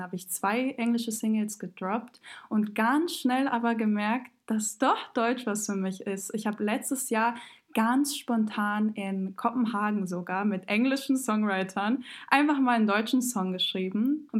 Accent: Montenegro

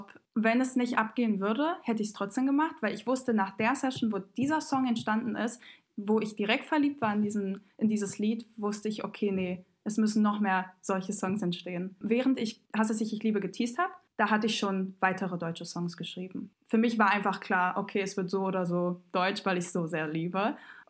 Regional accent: Montenegro

